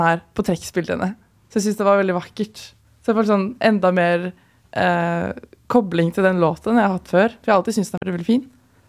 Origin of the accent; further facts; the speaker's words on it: Asker, Akershus, Norway; siden jeg er fra Asker, der det ikke er så mye folkemusikk